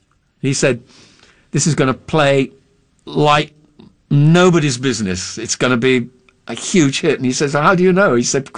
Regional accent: England, United Kingdom; now in Brazil; as an Englishman

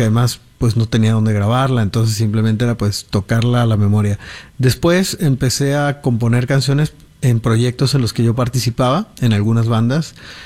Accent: Guadalajara, Jalisco, Mexico

